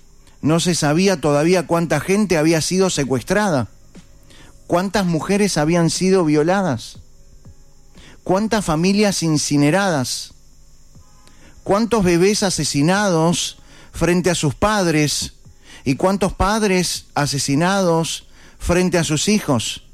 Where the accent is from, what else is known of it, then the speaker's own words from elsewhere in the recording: Uruguay; Este es el detalle que hay que prestar atención. Somos uruguayos.